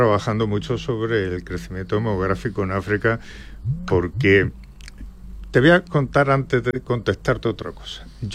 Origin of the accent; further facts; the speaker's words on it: Córdoba, Andalusia, Spain; born there; yo soy cordobés y en mi cuando nací abrí los ojos, lo primero que vi fueron los arcos de la mezquita porque me bautizaron en la mezquita catedral de Córdoba